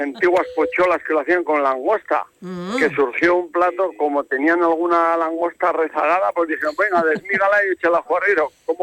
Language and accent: Spanish; Navarre, Spain; Y yo como navarro